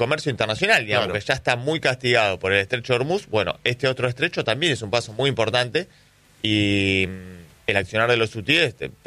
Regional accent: Argentina

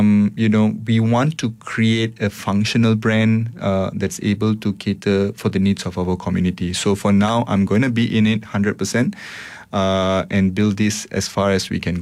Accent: Seremban, Negeri Sembilan, Malaysia; I'm born and bred in Seremban

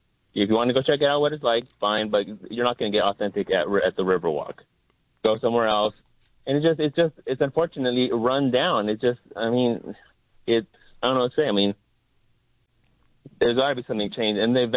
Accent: California, United States; Because I'm from California, which is understandable.

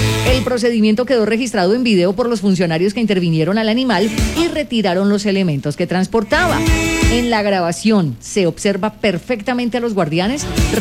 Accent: Colombia; Cosas que pasan solamente en mi país, cosas que se ven solamente en mi Colombia

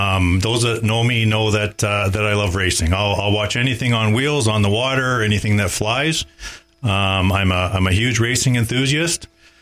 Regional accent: Toronto, Ontario, Canada; I'm 61 years old. I was born and raised in Toronto. Spent my my childhood in Toronto

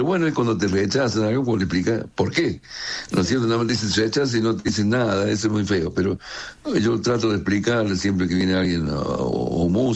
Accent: Córdoba, Argentina; Sí, por supuesto, no, soy de Córdoba, a muerte.

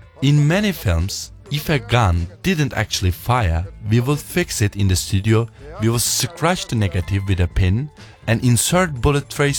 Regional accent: Istanbul, Turkey; Istanbul is an enormous city. I'm from Ortaköy, one of the best districts.

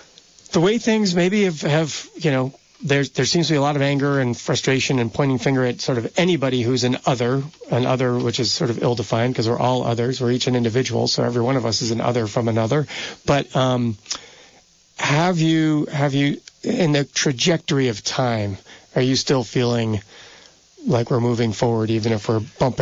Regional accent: Brookline, Massachusetts, United States; growing up, I grew up outside of Boston in Brookline, so right across the river from Cambridge

